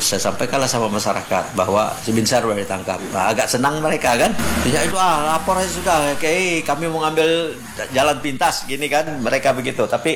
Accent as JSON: {"language": "Indonesian", "region": "North Kalimantan", "country": "Indonesia", "said": "menghina kita orang Tidung ini, sidang adat Tidung, kasusnya apa gitu."}